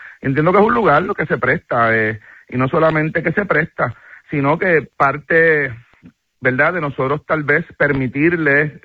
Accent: Cabo Rojo, Puerto Rico; born or raised there

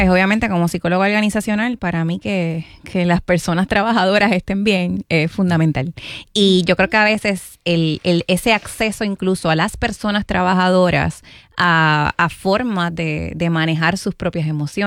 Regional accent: Morovis, Puerto Rico; moved away; Yo que vengo de Morovis

